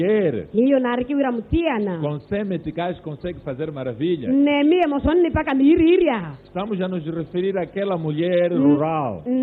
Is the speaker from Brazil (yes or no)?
no; Mozambique; Os negócios delas vão crescer e vão sustentar famílias e todos nós como moçambicanos.